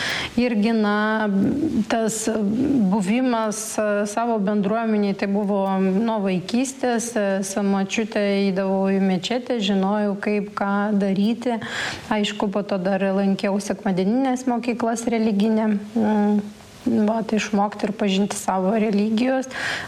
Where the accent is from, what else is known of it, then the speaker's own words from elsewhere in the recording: Keturiasdešimt Totorių, Vilnius County, Lithuania; Kaip aš gimiau ir užaugau čia. 40 totorių kaime, baigiau pagrindinę mokyklą čia kaime. Aišku, visas kitas mokyklas ir studijas teko baigti Vilniuje, tai, bet mūsų kaimas netoli Vilniaus yra.